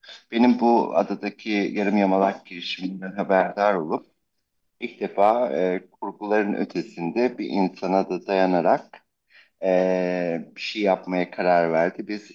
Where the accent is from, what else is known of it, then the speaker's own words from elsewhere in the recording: Büyükada, Istanbul, Turkey; çocukluğum Büyükada'da geçti sayfiyeci olarak.